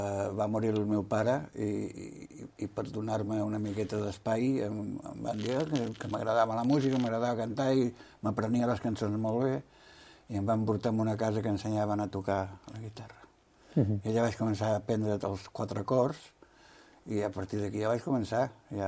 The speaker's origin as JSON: {"language": "Catalan", "town": "Cubelles", "region": "Catalonia", "country": "Spain", "tie": "born or raised there", "also_born_or_lived": "Vilanova", "said": "jo vaig néixer a Vilanova, la gent em coneix a mi per … És quan vaig vindre a Cubelles, de molt petit, que vaig vindre aquí"}